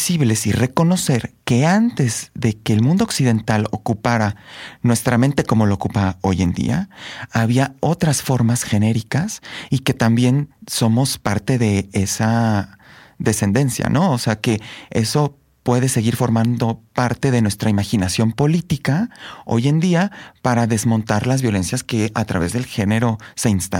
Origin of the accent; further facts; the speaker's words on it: Querétaro, Mexico; empiezo a ir a las prácticas en Querétaro, tú sabes, yo soy de Querétaro, y empiezo a ir a las prácticas en Querétaro.